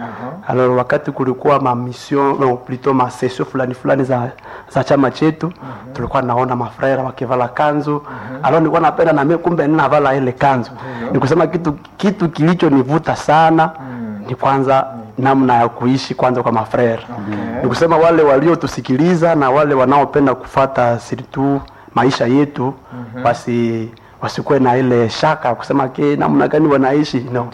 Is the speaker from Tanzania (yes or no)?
no; Kasindi, North Kivu, DR Congo; born there; sababu mimi kwenye nilizaliwa iko Kasindi.